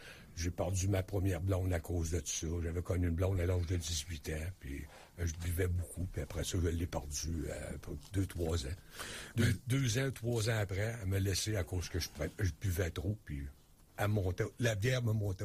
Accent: Quebec City, Quebec, Canada; born there; also born or lived in Loretteville; Moi, j'étais un petit gars de Leroyville. Pendant 9 ans de temps, j'ai resté à Leroyville, puis à 9 ans, mes parents ont acheté une maison à Val-Balaire. Puis j'ai passé ma vie à Val-Balaire, puis je reste encore à Val-Balaire.

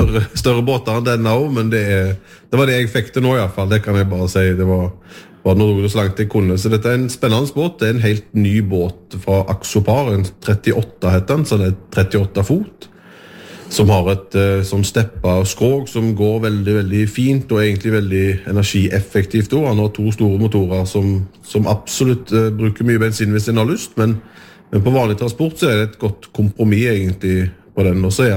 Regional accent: Western Norway, Norway; så det jo fjorden ligger meg og som nært og som vestlending og ute på Haugalandet med å bruke den

